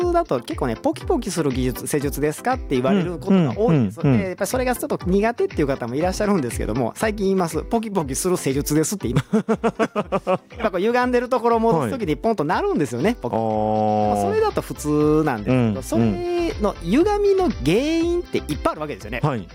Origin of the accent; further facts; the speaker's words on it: Wakayama, Japan; moved away as an adult; also born or lived in Osaka / Saitama / Tochigi / Okayama; now in Sapporo, Japan; 今ね札幌に来て11年ぐらいですけど、私もともと出身和歌山県なんですね、関西和歌山県